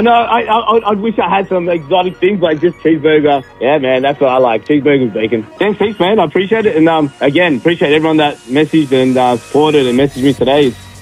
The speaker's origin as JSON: {"language": "English", "town": "Dapto", "region": "New South Wales", "country": "Australia", "tie": "born or raised there", "said": "You know, I'm a Dapto boy. You know, I grew up in Dapto and Kinawara"}